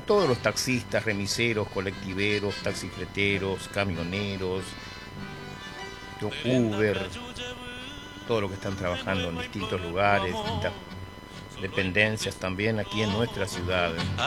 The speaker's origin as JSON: {"language": "Spanish", "town": "Presidencia de la Plaza", "region": "Chaco", "country": "Argentina", "said": "un pueblo del Chaco, a la vera de la ruta 16, 15 kilómetros de mi pueblo Presidencia de la Plaza."}